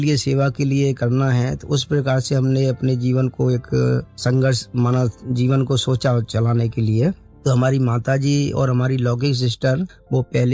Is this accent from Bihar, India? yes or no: no; Porsa, Madhya Pradesh, India; और मैं Bhopal zone Porsa Madhya Pradesh MP से निकला हुआ हूँ। एज मेरी 51 है अभी।